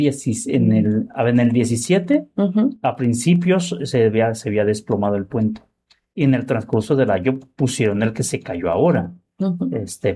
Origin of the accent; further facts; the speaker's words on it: Mexico; somos buenos los mexicanos para esas cosas.